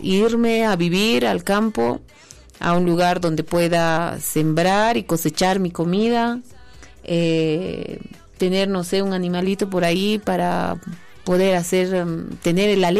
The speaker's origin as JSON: {"language": "Spanish", "country": "Bolivia", "said": "aquí nosotros como bolivianos"}